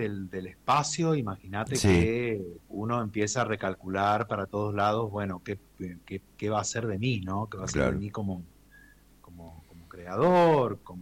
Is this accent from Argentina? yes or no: yes; Argentina; nuestro país